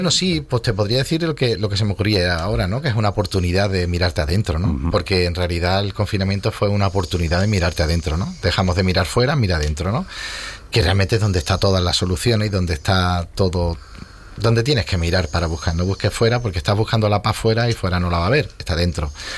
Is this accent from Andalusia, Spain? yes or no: yes; Almería, Andalusia, Spain; Para mí no hay tierra, no, mi tierra es el mundo, ¿no? Y no considero que Almería sea más tuya por llamarte Eva o mía por … que de Mustafa o de Fátima